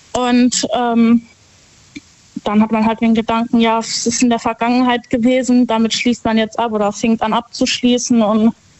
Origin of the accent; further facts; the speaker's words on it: Herxheim, Rhineland-Palatinate, Germany; Ich komme aus Herxheim bei Landau.